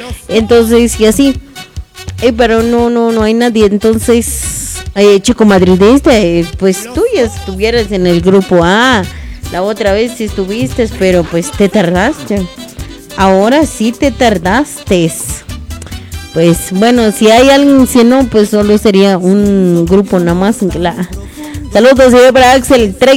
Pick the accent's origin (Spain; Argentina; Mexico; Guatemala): Guatemala